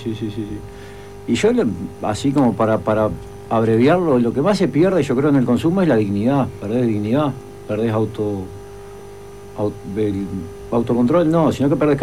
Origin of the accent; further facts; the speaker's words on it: Minas, Lavalleja, Uruguay; moved away; yo vengo de Minas, La Valleja.